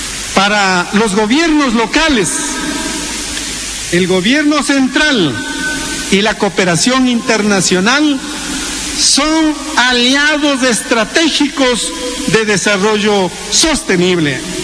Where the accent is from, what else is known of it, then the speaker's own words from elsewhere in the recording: Salasaca, Tungurahua, Ecuador; Yo vengo de esa raíz, vengo del pueblo de Salasaca y particularmente de la comunidad y caserío Manzana Pamba Grande